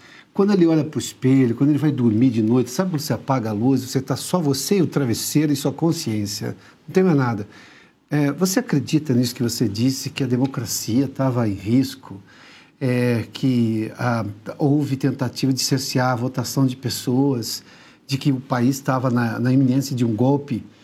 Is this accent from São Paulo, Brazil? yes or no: yes; São Paulo, Brazil; como paulista e como jornalista aqui no Estado